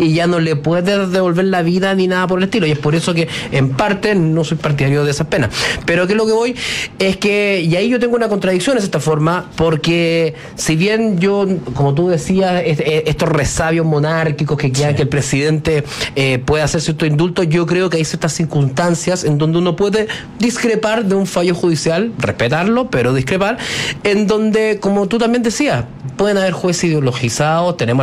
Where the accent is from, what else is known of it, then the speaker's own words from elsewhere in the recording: Chile; Una cosa es respetar los fallos judiciales, como concejal, como chileno y todo